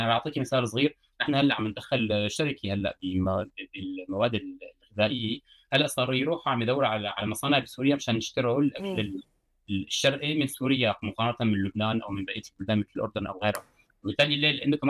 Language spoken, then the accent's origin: Arabic; France; يعني مثلا انا خلقت بفرنسا والبابا اجى على سوريا، على فرنسا من 80 وما عاد رجع على سوريا، بقى نحن اللي خلقانين بفرنسا واللي كبرنا هون ما كنا كثار